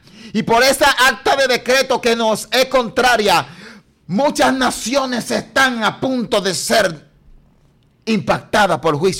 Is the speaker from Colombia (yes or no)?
no; Dominican Republic; nosotros somos República Dominicana, la nación de la Biblia.